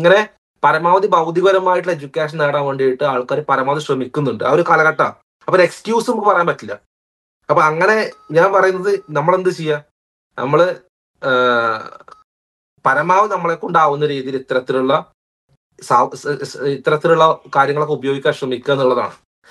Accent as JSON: {"language": "Malayalam", "region": "Kerala", "country": "India", "tie": "born there", "moved": "yes", "said": "നമ്മളെ നാട്ടില് ഞാൻ ചെറുപ്പത്തില് ഭിക്ഷക്കാരെ കണ്ടിട്ടുണ്ട്, സത്യം പറയാം, ഭിക്ഷക്കാരെ ചെറുപ്പത്തിൽ കണ്ടിട്ടുണ്ട്, മലയാളികളെ."}